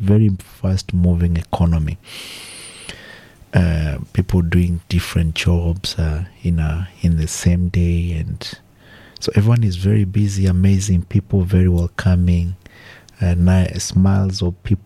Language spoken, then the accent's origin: English; Kenya; now in Australia; I come from Kenya originally.